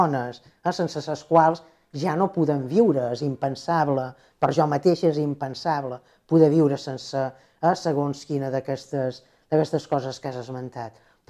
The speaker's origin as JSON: {"language": "Catalan", "area": "Menorca", "region": "Balearic Islands", "country": "Spain", "also_born_or_lived": "Barcelona / Tavernes de la Valldigna", "moved": "yes", "said": "Som una menorquina, de mare mallorquina, d'avi Vicenç, que he viscut 20 anys a Barcelona i que he estat casada i he anat molts anys a Tavernes de la Valldigna i en el País Valencià."}